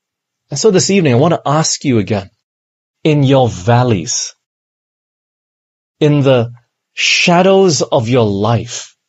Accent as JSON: {"language": "English", "region": "Penang", "country": "Malaysia", "also_born_or_lived": "Singapore / England", "said": "I was born in Singapore. I'm actually Malaysian, but I was born in Singapore, and right after that we moved back to Malaysia here. We're in Penang for 2 years. And then after that, we moved to England for 5 years."}